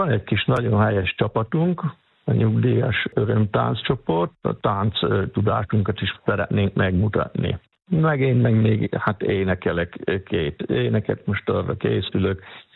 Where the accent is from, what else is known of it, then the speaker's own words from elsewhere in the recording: Pápasalamon, Veszprém County, Hungary; Pápa Salamonból származom, ez egy nagyon csodálatos kis ékszerdobott pápa és a Somló hegyközi területen van pápától 14 kilométerre.